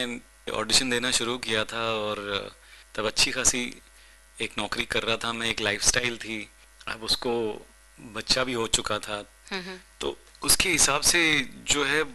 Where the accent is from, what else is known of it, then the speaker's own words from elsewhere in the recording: Mumbai, Maharashtra, India; मैं मुंबई में पला बड़ा हूँ, मराठी बोल लेता हूँ